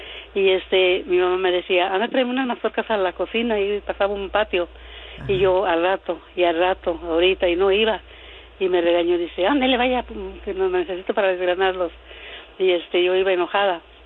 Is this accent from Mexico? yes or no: yes; Jalisco, Mexico; moved away; en México, yo soy de México, de Jalisco.